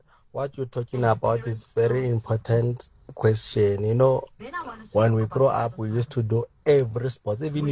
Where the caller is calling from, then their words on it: South Africa; in rural areas, like I'm from Lechikapaho, so we didn't have much